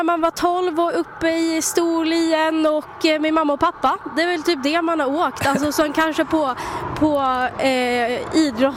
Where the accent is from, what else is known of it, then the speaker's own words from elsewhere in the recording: Örnsköldsvik, Västernorrland County, Sweden; Jag är född och uppvuxen i Övik